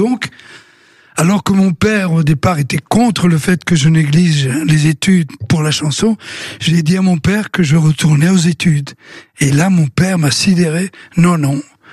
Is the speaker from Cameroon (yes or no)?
no; Belgium; chez nous en Belgique